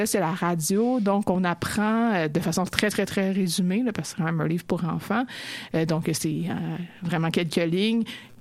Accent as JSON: {"language": "French", "town": "Montreal", "region": "Quebec", "country": "Canada", "said": "je viens de Montréal"}